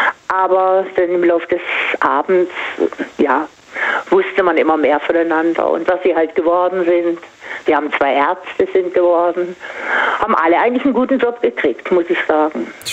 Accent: Singen, Baden-Württemberg, Germany; ich komme ja aus Singen

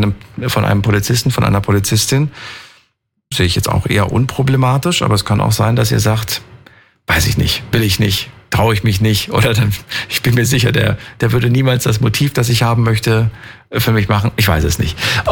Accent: Frankfurt, Hesse, Germany; Das kenne ich, ja, ich bin ja in Frankfurter eigentlich, also daher weiß ich das.

